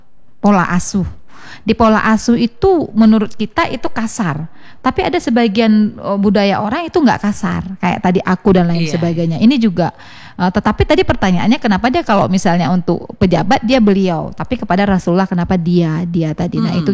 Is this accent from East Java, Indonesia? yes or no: no; North Sumatra, Indonesia; kalau kami orang Batak ini kan kau itu biasa, ya kan?